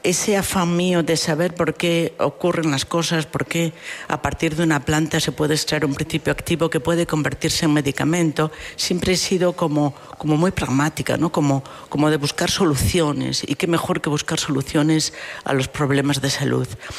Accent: Carrizo, Castile and León, Spain; Me siento tremendamente unida a mi pueblo de Carrizo.

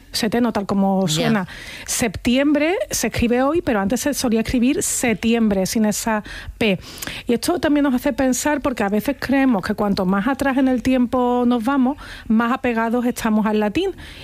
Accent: Andalusia, Spain; accent: Andalusian

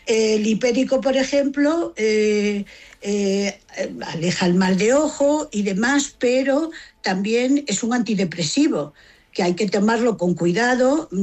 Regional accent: Galicia, Spain; Sí, yo soy gallega, además.

